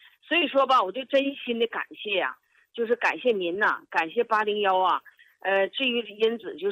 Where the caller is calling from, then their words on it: Northeast China, China; 我这东北人呐、啊，咱们东北人说话吧，他就是直。